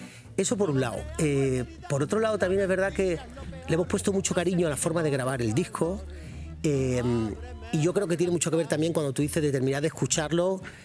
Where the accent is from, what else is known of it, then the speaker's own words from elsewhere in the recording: Andalusia, Spain; yo soy andaluz, pero soy de padre sevillano, que sea, madre malagueña, que cecea.